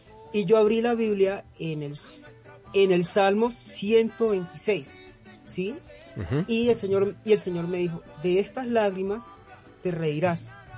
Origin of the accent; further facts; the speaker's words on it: Quibdó, Chocó, Colombia; Por los lados de Quibdó.